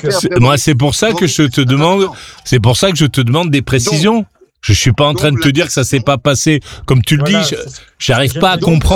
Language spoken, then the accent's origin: French; France; Chez nous, en France